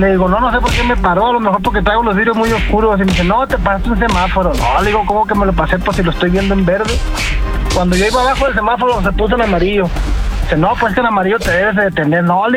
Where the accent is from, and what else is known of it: Guasave, Sinaloa, Mexico